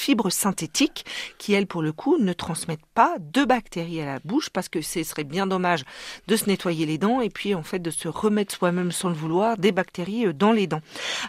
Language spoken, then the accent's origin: French; France